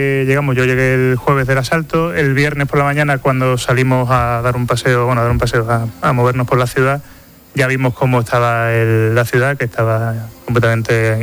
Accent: Ceuta, Spain; now in Madrid, Spain; Soy de Ceuta, sí.

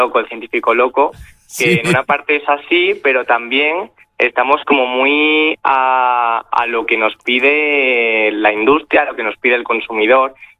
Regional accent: Extremadura, Spain; Extremadura por las ferias a las que vamos, por lo que nos vamos moviendo, voy conociendo cosas que yo no conocía de mi tierra.

